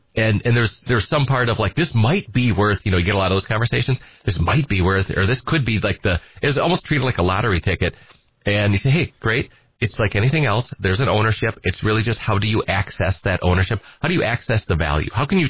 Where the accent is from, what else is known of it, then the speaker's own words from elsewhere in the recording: Edgar, Wisconsin, United States; also born or lived in Minneapolis, United States; I'm from Edgar originally, and, you know, good hometown Wisconsin Badger.